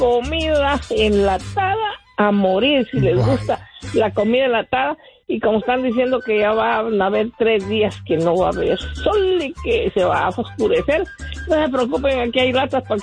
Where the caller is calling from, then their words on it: Gualán, Zacapa, Guatemala; Yo soy de Gualán, Zacapa